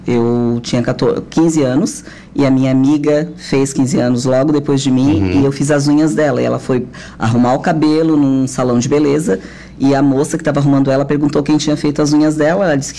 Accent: Araranguá, Santa Catarina, Brazil; also born or lived in Gravataí, Rio Grande do Sul; E desde então, sempre morei aqui, assim, me considero uma catarinense. Sou gaúcha, mas me considero uma catarinense.

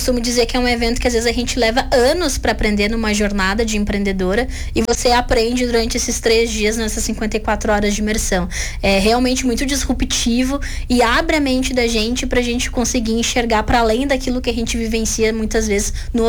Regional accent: Rio Grande do Sul, Brazil; now in Lages, Brazil; eu sou gaúcha.

